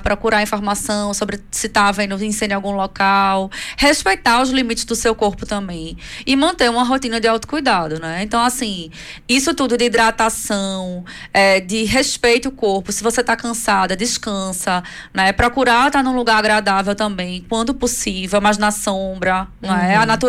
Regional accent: Recife, Pernambuco, Brazil; moved away as an adult; now in Portugal; da minha cidade natal de Recife

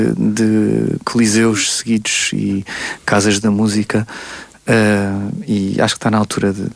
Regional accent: Coimbra, Centro, Portugal; primeira apresentação deste álbum foi em Coimbra, São Francisco, no Convento de São Francisco, uhum. na minha cidade natal. Estavam lá os meus pais, muito orgulhosos

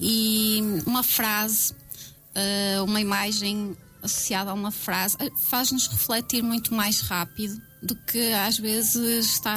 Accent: Felgueiras, Norte, Portugal; born there; also born or lived in Lisbon

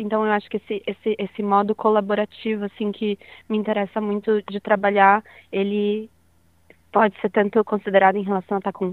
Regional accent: São Paulo, Brazil; o contexto de onde eu venho, em São Paulo, né?

